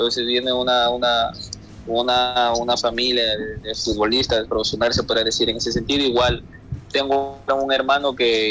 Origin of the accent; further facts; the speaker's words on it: Ecuador; now in Manabí, Ecuador; la de mi tierra sí le extraño un poco, pero ya que haya un poco de posibilidad poder bajar allá y poder alimentarme de lo que es de la comida del Valle del Chota